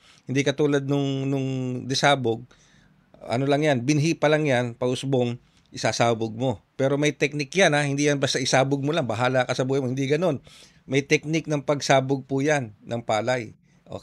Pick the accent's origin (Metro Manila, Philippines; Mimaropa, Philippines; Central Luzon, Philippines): Central Luzon, Philippines; Ano po, sa totoo lang, taga Region 3 po ako, taga Tarlac ako. At ang mga ninuno ko, mga magulang ko, mga magsasaka.